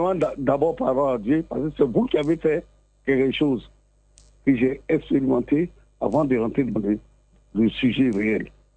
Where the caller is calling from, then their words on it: Abidjan, Côte d’Ivoire; J'appelle des deux plateaux.